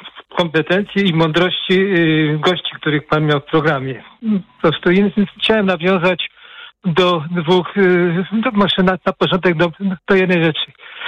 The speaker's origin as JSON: {"language": "Polish", "town": "Płock", "region": "Masovian Voivodeship", "country": "Poland", "said": "Ja panu powiem, ja jestem z Płocka."}